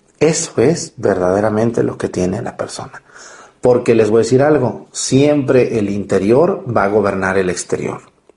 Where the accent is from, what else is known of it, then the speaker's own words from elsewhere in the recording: Mexticacán, Jalisco, Mexico; moved away; con lo que yo crecí siendo niño, y cada año voy a mi pueblo en esas fechas.